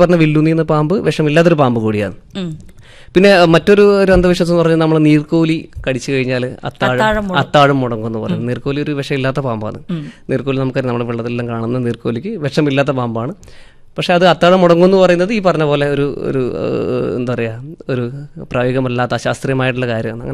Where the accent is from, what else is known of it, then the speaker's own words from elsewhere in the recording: Thiruvananthapuram, Kerala, India; now in Kannur, India; ഞാൻ ട്രിവാൻഡ്രത്തിലുള്ള ഒരാളാണ്. ഞാൻ തിരുവനന്തപുരംകാരനാണ്, കണ്ണൂർ വന്ന് പെട്ടാണ്.